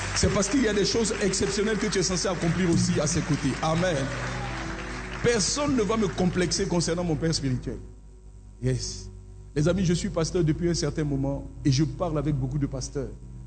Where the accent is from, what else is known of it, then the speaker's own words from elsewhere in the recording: Abidjan, Côte d’Ivoire; accent: language of Yopougon; j'ai le langage de Yopougon parce que je viens de Yopougon.